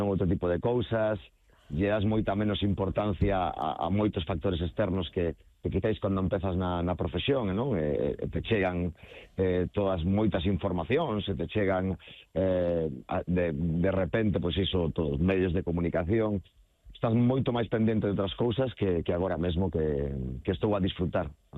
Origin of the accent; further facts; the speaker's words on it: Galicia, Spain; eu que son moi galego, non? Son moi da miña terra